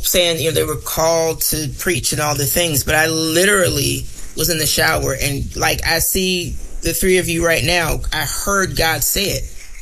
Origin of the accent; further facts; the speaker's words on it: Virginia, United States; born there; military brat, I was born here in Virginia, didn't grow up here.